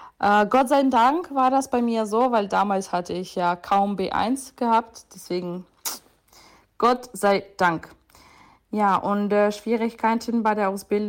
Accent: Dnipro, Dnipropetrovsk Oblast, Ukraine; moved away as an adult; now in Germany; Also ich komme aus der Ukraine, aus Dnipro. Und das erste Mal bin ich 2022 nach Deutschland gezogen. Ursprünglich bin ich ja wegen des Krieges nach Deutschland gekommen.

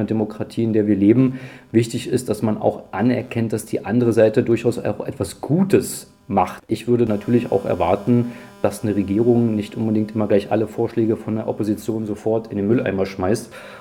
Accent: Berlin, Germany; also born or lived in Magdeburg; Ich bin 1986 geboren in Magdeburg und dann aufgewachsen in Berlin-Marzahn ab Anfang der 1990er Jahre

